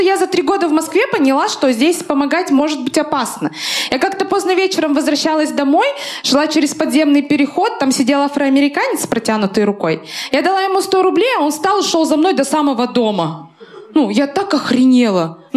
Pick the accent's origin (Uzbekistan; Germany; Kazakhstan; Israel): Kazakhstan; moved away as an adult; now in Moscow, Russia; «Ты казашка?» Я говорю: «Да».